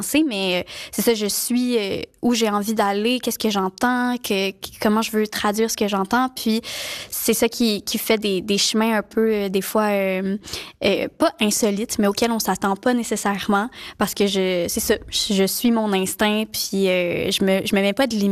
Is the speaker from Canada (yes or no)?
yes; Montreal, Quebec, Canada; je viens de Montréal.